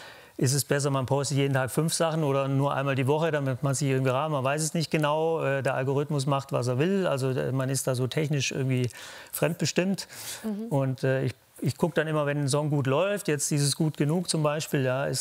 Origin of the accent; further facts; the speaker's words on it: Baden-Württemberg, Germany; Nee, da bin ich akribisch, da bin ich Schwabe.